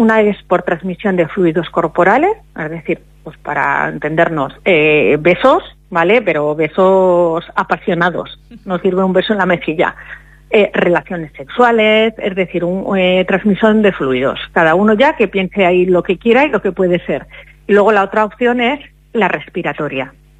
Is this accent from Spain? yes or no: yes; Spain; Somos españoles